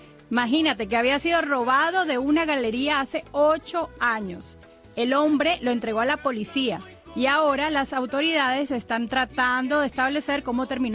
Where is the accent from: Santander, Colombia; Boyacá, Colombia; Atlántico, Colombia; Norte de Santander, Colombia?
Atlántico, Colombia; Barranquilla; also born or lived in Cartagena; Nací en Cartagena. Ah, pero, me crié en Barranquilla.